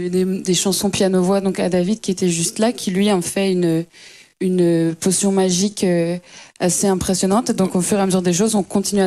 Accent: Brussels, Brussels-Capital Region, Belgium; je viens de Bruxelles.

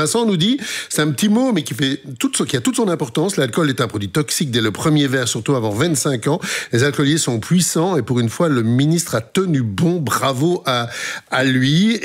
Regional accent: Belgium; Si on voyage un peu, quand on dit qu'on est belge, généralement, on nous parle, un, du foot et deux, de la bière.

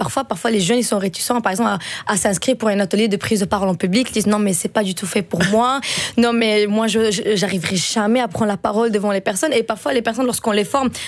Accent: Antwerp, Flanders, Belgium; first language Dutch; French is a second language; Parce que moi, j'ai grandi à Anvers. J'étais néerlandophone de base.

